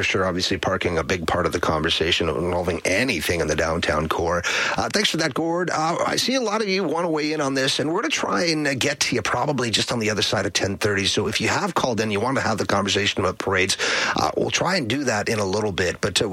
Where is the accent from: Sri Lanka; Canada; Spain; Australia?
Canada; Lloydminster; I like the small town. I'm from Lloyd